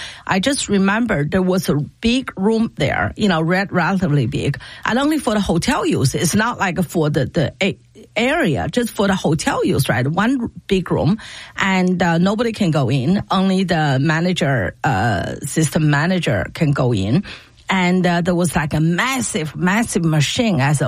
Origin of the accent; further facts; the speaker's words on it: Tianjin, China; I grew up in China, okay? U.S. may be different. I remember in 1984, 85, right? That time, there was quite a few five-star hotels built in Tianjin where I grew up, right?